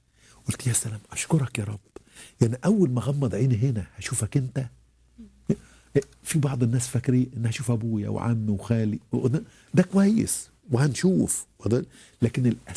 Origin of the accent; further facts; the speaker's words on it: Egypt; اللي بيعدم الناس عندنا في مصر